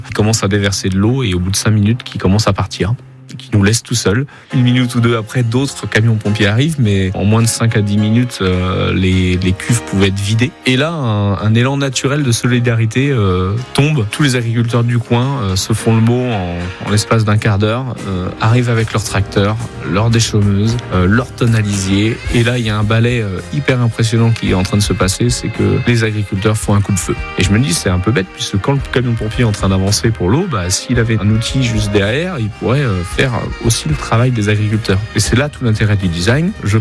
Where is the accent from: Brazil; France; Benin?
France; Auvers-le-Hamon, Pays de la Loire; born or raised there